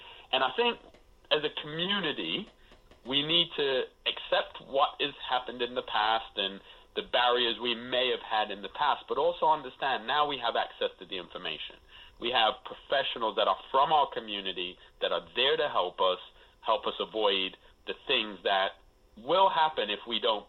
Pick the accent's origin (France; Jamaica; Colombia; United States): Jamaica; as someone who, you know, we're Jamaican, right? So we're West Indian.